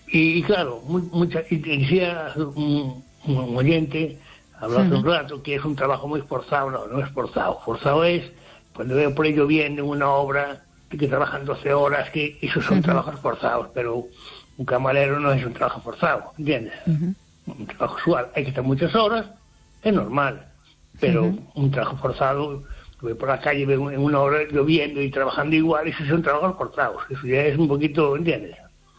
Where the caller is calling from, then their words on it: Ferrol, Galicia, Spain; aquí de Ferrol.